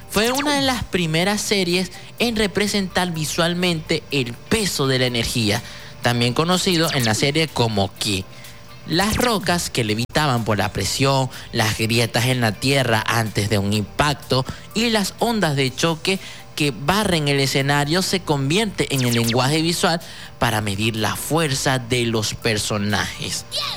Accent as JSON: {"language": "Spanish", "country": "Venezuela"}